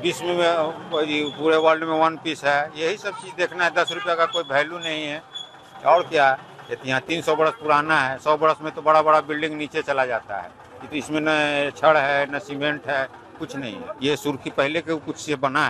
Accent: Bihar, India; शिवहर जिला का रहने वाले हैं और 2 साल से हम यहाँ सेवा दे रहे हैं।

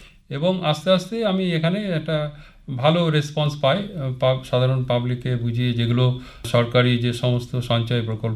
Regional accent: Malda, West Bengal, India; also born or lived in Bolpur / Siliguri; আমার শৈশবের কিছুটা অংশ কেটেছে বীরভূম জেলায় বোলপুরের কাছাকাছি। তারপর প্রাথমিক শিক্ষাটা হয়েছে মালদাতে, স্কুল শিক্ষা হয়েছে মালদা রামকৃষ্ণ মিশনে

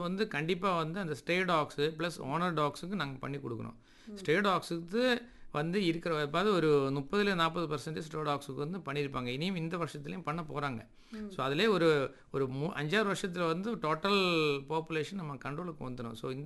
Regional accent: Nagercoil, Tamil Nadu, India; now in Chennai, India; என்னுடைய சொந்த ஊர்னு நாகர்கோவில், ஆனால் நான் இப்போ இருக்கிற இடம் சென்னை.

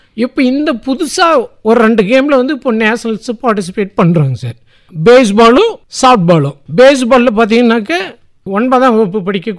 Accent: Tamil Nadu, India; என்னுடைய பிறந்த ஊர் குருபுரளி, பாப்பிரெட்டிப்பட்டி தாலுக்.

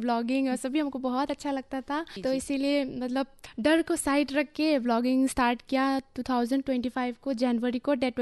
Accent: Mahur, Assam, India; मैं माहौर से बिलोंग करती हूँ

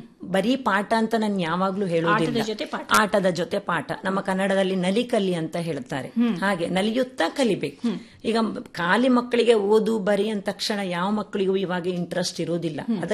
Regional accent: Udupi, Karnataka, India; moved away as an adult; now in Hyderabad, India; ನಾನು ಮೂಲತಃ ಶ್ರೀಕೃಷ್ಣ ಪರಮಾತ್ಮ ಹುಟ್ಟಿದ ಊರಾದ ಉಡುಪಿದ್ದು ನಾನು ಅಲ್ಲಿ, ಹಾಗೂ ನನ್ನ ತಂದೆ ತಾಯಿ, ನನ್ನ ತವರು ಮನೆ ಎಲ್ಲ ಅಲ್ಲೇ.

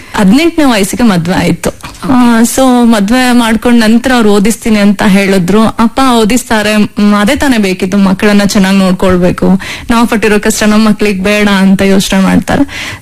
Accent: Bengaluru, Karnataka, India; ನಾನ್ ಹುಟ್ಟಿ ಬೆಳೆದಿದ್ದು ಮೂಲತಃ ಬೆಂಗಳೂರು. ನಮ್ ಸ್ವಂತ ಊರು ಬಂದು ಶಿರಾ ತಾಲೂಕಿನ ದ್ವಾರಾಳು ಅನ್ನೋ ಒಂದು ಗ್ರಾಮ.

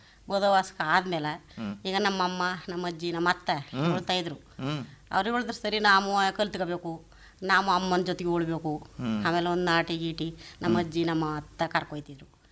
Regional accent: Siddayyanapura, Karnataka, India; ಹುಟ್ಟೂರು ಸಿದ್ದೇನಪುರ ಸರ್. ನನ್ನ ತಾಯಿ ಮನೆ ಒಂದೇ ಊರು, ಯಜಮಾನ್ರ ಮನೆ ಒಂದೇ ಊರು.

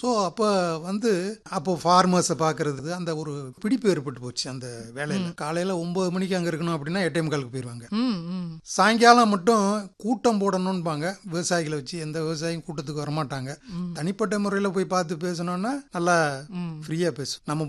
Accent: Tiruchirappalli, Tamil Nadu, India; also born or lived in Madurai; அங்கேயே திருச்சியிலேயே வளர்ந்து திருச்சியிலேயே படிச்சு

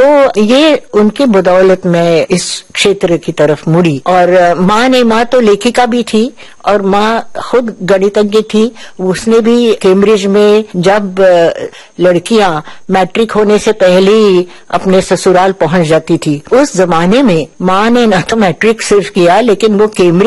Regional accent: Pune, Maharashtra, India; पुणे आ गई, और नाना के पास, मतलब अपने पिता के पास, मेरे नाना अप्पा नाम कहते थे, और तब से मैं उनकी छत्र छाया में पली बड़ी।

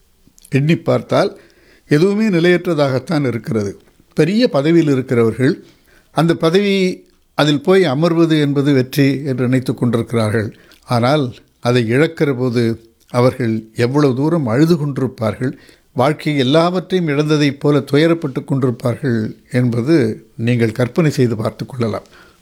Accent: Ervadi, Tamil Nadu, India; moved away; எங்கள் சொந்த ஊருக்கு ஏர்வாடிக்கு செல்லுகிற போது

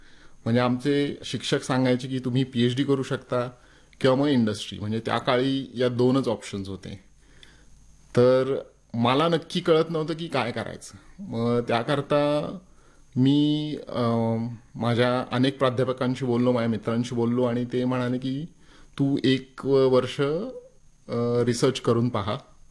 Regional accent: Pune, Maharashtra, India; born or raised there

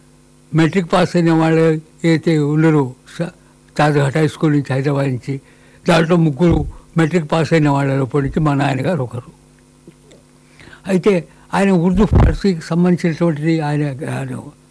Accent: Madikonda, Telangana, India; నా బాల్యం వరంగల్ పట్టణంలో పడిపోలేదు, కొద్ది ఆలస్యంగా. కానీ దగ్గర ఉన్నటువంటి మడికొండలో పట్ట నాకు పరిసరాల అవగాహన కలిగినప్పటి నుంచి మడికొండలో ఉన్నాను

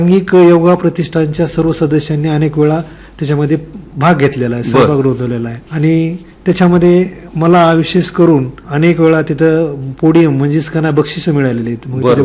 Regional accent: Maharashtra, India; माझं मूळ गाव पिठी आहे

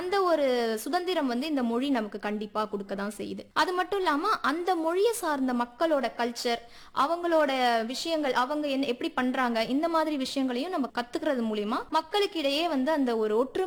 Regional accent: Puducherry, India; born there; first language Tamil; என்னோட புதுச்சேரியில பிறந்ததுனால

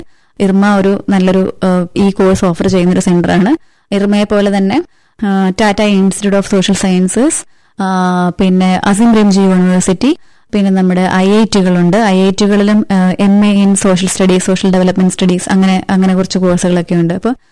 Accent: Thiruvananthapuram, Kerala, India; moved away as an adult; now in Kavaratti, India; ഞാൻ കേരളത്തിൽ നിന്നാണ് വരുന്നത്, കേരളത്തില് തിരുവനന്തപുരത്ത് നിന്നാണ് ഞാൻ വരുന്നത്.

